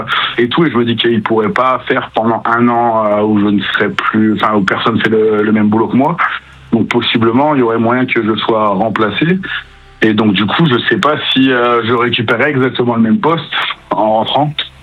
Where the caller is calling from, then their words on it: Soissons, Hauts-de-France, France; De Soissons, à Rennes.